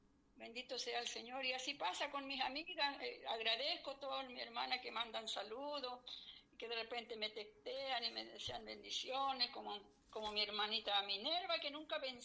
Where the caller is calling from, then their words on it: Santiago, Santiago Metropolitan Region, Chile; de mi tierra, desde Santiago de Chile, de su hermana en Cristo … una hermana que sirve al Señor, que ama a Dios.